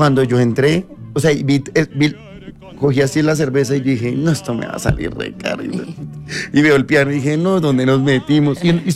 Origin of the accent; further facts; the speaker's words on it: Mexico; usted sabe que yo soy mexicano.